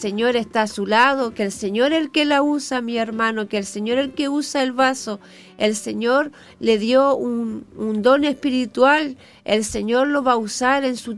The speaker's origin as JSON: {"language": "Spanish", "town": "Coronel", "region": "Biobío", "country": "Chile", "moved": "yes", "said": "vivía en Coronel, mi hermano, porque yo soy de Coronel."}